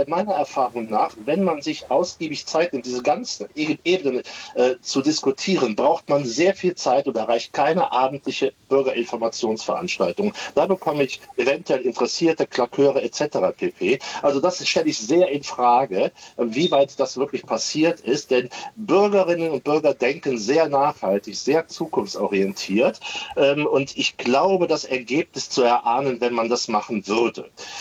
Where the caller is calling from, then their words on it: Ahr Valley, Rhineland-Palatinate, Germany; ich komme aus dem Ahrtal